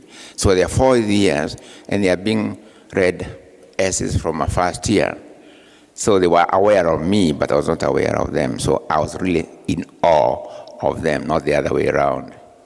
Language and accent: English; Kenya; You know, when we travel places as Kenyans, but particularly as a Kenyan writer, when you meet your ambassador or their representative, it's like you are in touch. You feel a sense of touch, of home.